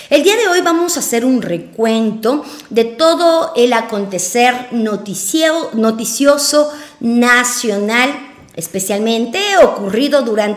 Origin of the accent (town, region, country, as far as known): Ecuador